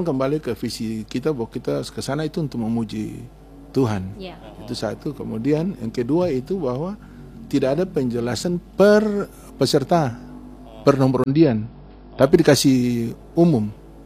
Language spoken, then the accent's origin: Indonesian; Maluku, Indonesia; sebagai orang Maluku